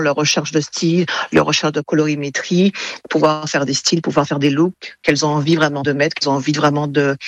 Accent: Martinique; moi aussi je suis originaire de la Martinique.

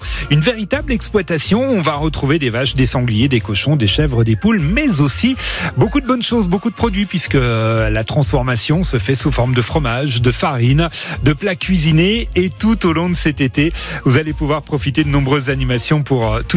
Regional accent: Bourgogne-Franche-Comté, France; chez nous en Franche-Comté

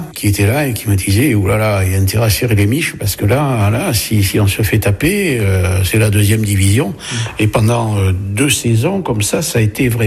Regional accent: Bordeaux, Nouvelle-Aquitaine, France; born there; now in Bègles, France; Je suis né à Bordeaux et je suis venu à Bègles.

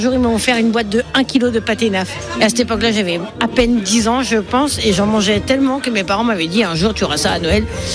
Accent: Quimper, Brittany, France; now in Ergué-Gabéric, France; moi je suis de Quimper et j'aime Quimper depuis que je suis née, mais j'habite à Ergué-Guébéric. Et en même temps, je trouve une admiration pour Quimper parce que je suis de là et que c'est ma ville d'enfance

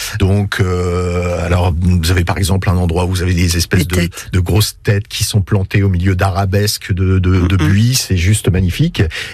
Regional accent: Normandy, France; on est normand

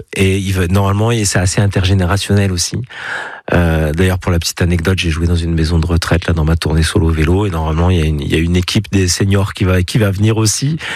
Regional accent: Côte d’Ivoire; born there; also born or lived in Mali; moi, je suis né en Côte d'Ivoire, j'ai habité longtemps au Mali, donc j'ai vraiment vécu dans un système, on va dire, où l'humain est très fort

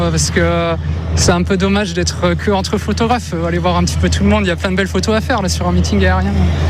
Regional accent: Auvergne-Rhône-Alpes, France; now in Lyon, France; Moi je suis origine Auvergne, histoire, et là je vis sur Lyon, donc je suis pas très loin.

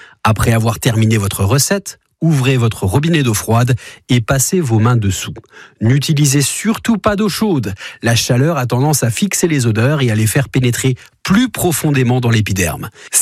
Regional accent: Grand Est, France; Et par chez nous, en Alsace, on a tendance à mettre la dose en ail.

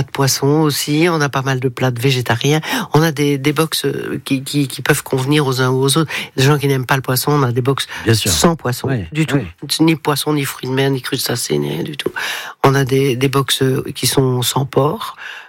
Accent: Belgium; Mais non, moi, je suis belge

